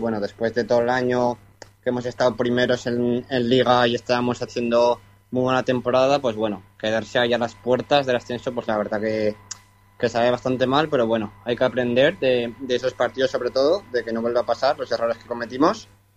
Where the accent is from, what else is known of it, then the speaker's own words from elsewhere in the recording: Zaragoza, Aragon, Spain; soy nací aquí en Zaragoza, capital.